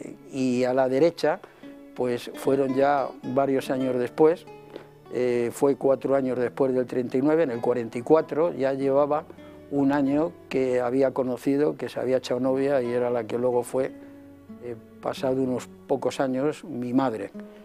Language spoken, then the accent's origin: Spanish; Madrid, Community of Madrid, Spain; born there